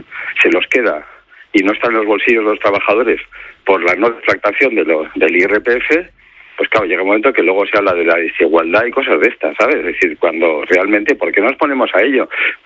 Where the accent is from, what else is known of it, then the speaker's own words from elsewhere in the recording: Basque Country, Spain; donde más absentismo hay en España es en mi tierra, en el País Vasco, y es donde los salarios son más altos.